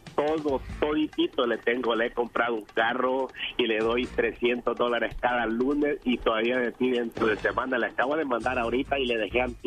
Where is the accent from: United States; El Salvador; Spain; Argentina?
El Salvador; No, soy salvadoreño.